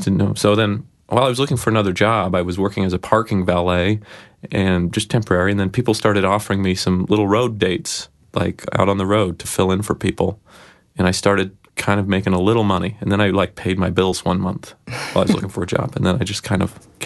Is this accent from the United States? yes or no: yes; Idaho, United States; moved away; Yeah, I grew up in Idaho.